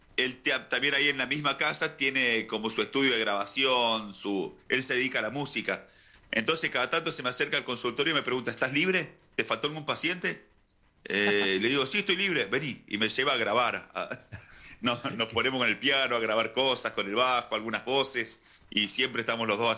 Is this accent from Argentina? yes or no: yes; Villa Carlos Paz, Córdoba, Argentina; Nosotros somos nacidos y criados en Villa Carlos Paz. Yo ahora estoy viviendo en Villa Santa Cruz del Lago, un poquito a 8 kilómetros de Carlos Paz, pero es todo lo mismo.